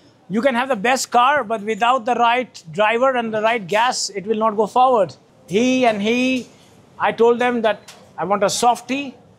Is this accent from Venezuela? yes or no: no; India; because I'm Indian.